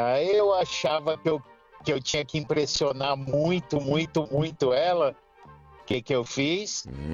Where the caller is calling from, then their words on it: Santo André, São Paulo, Brazil; falo de Santo André.